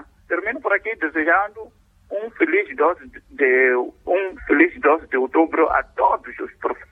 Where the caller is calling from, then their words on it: Vilankulo, Inhambane, Mozambique; falo de Vilanculo.